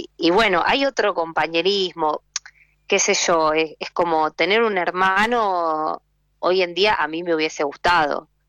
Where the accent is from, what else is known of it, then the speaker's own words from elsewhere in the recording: Quilmes, Buenos Aires Province, Argentina; born there; Yo nací en Quilmes, sí. Tengo familia en Villa Elisa, La Plata.